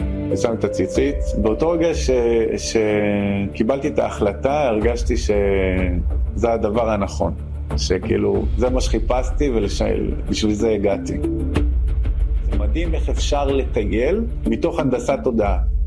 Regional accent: Givat Ze'ev, Judea and Samaria Area, Israel; בן 41, גדלתי רוב השנים בגבעת זאב, בית שהוא לא דתי.

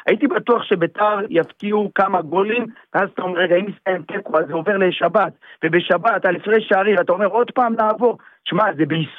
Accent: Beersheba, Southern District, Israel; אני נולדתי בבאר שבע

